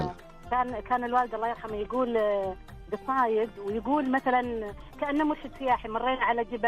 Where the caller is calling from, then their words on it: Al Quwayiyah, Riyadh Province, Saudi Arabia; لما نصل ديرتنا القوعية